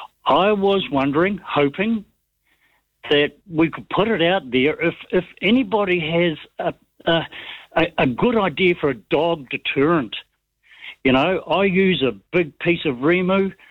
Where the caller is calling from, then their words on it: New Zealand; I'm Kiwi and proud of it.